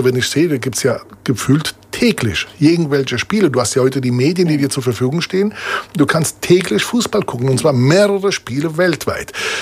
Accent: Italy; als Italiener

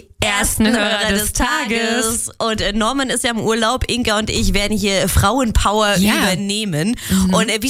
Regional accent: Rostock, Mecklenburg-Vorpommern, Germany; moved away; Ich bin ja eigentlich auch ein Ostseekind. Ich komme ja eigentlich aus Rostock

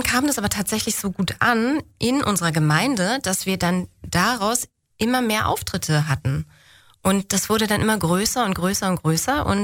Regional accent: Berlin, Germany; born there; das, worauf du hinaus willst, ist, dass ich in Spandau geboren bin.

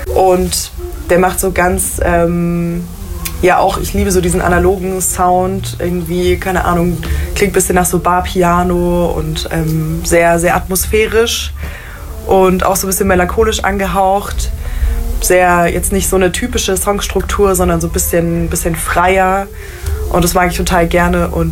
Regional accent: Munich, Bavaria, Germany; Ich komme aus München.

